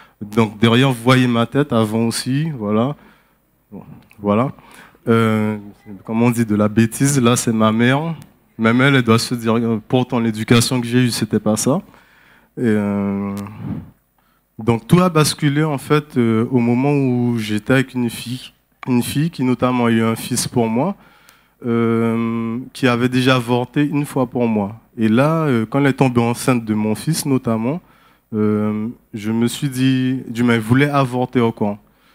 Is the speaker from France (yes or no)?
yes; French Guiana, France; born there; Je suis née en Guyane, d'une mère qui est martiniquaise